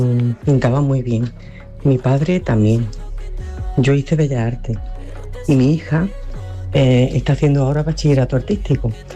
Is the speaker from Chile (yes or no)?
no; Córdoba, Andalusia, Spain